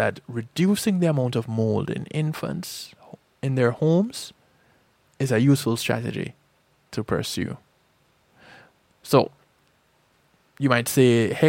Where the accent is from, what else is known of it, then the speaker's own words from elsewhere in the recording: Jamaica; now in United States; I grew up in Jamaica.